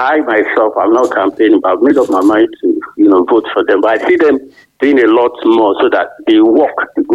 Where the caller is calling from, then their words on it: Ibadan, Oyo, Nigeria; I'm calling from Ring Road, Ibadan.